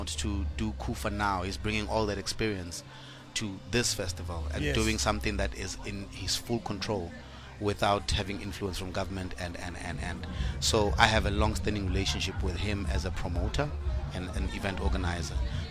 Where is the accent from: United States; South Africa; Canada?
South Africa; Free State; now in Bloemfontein, South Africa; I am not from Bloem, but I am from the province. So when I moved to Bloem, my career of music started at a jazz club called Moods and Flavors here.